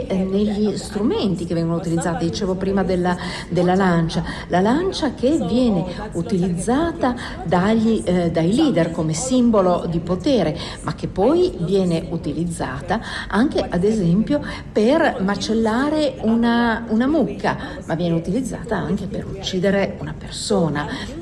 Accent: South Africa; nel frattempo in Sudafrica, nel mio paese, ci siamo trovati con dei leader che in realtà non hanno idea di dove stanno andando

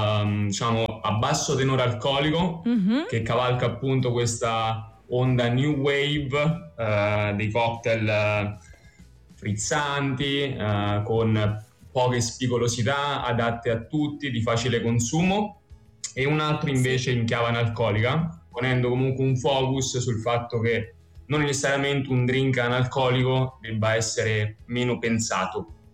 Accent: Terni, Umbria, Italy; moved away as an adult; now in London, United Kingdom; Avevo 19 anni, sono di Terni, una città, diciamo, una provinciale, e volevo provare qualcosa di diverso, quindi sono trasferito a Londra

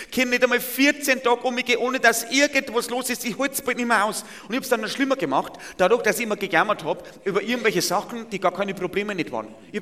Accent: Bavaria, Germany; Das ist ein richtiger Gamechanger, wie man bei uns im Bayerischen Wald dazu sagt.

